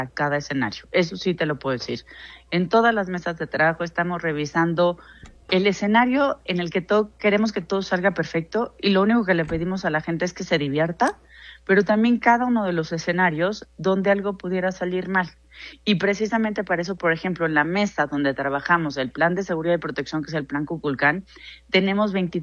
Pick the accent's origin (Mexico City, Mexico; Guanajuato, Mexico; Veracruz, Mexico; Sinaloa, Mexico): Mexico City, Mexico; nuestra ciudad como chilangos y chilangas.